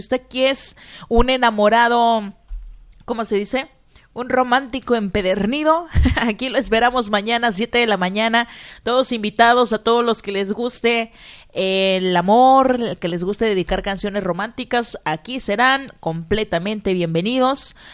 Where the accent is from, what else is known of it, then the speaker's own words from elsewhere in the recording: Nuevo León, Mexico; ¿Será acaso porque soy de Nuevo León?